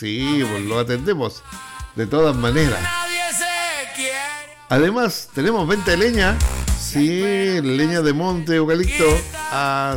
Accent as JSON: {"language": "Spanish", "country": "Chile", "said": "a todo ritmo como los chilenos, nos gusta la mexicana, pues."}